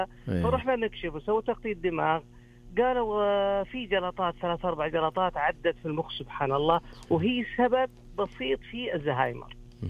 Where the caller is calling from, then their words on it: Medina, Medina Province, Saudi Arabia; من المدينة المنورة.